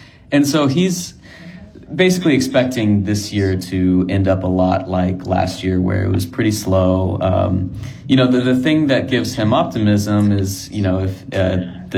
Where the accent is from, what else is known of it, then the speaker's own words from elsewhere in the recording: Austin, Texas, United States; I'm from Austin. We've seen that market really cool down.